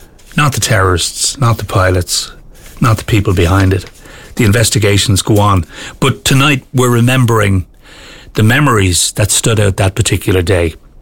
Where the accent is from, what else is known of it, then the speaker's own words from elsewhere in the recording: Ireland; the Irish people